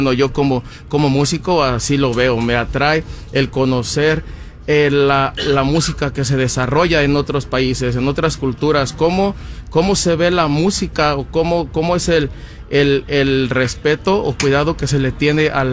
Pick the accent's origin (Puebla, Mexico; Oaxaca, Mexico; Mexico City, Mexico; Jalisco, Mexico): Oaxaca, Mexico; Yo creo que como oaxaqueños aprendemos a bailar en las fiestas todos los sábados o los domingos